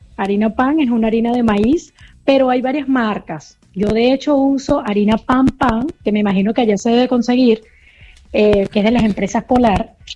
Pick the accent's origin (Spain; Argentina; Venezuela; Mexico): Venezuela; como venezolanos y como seres humanos que somos.